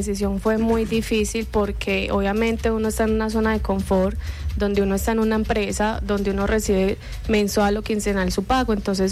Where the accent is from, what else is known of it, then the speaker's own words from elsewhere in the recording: Manizales, Caldas, Colombia; born there; moved away as an adult; now in Guarne, Colombia; Yo nací en Manizales.